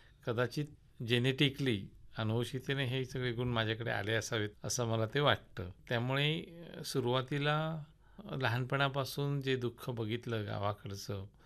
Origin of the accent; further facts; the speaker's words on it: Sindhudurg district, Maharashtra, India; moved away as an adult; also born or lived in Mumbai; माझं संपूर्ण शिक्षण हे सिंधुदुर्ग जिल्हा कुडाळ तालुक्यात आणाव या गावी झालं. मी माझ्या कुटुंबासोबतच लहानाचा मोठा झालो.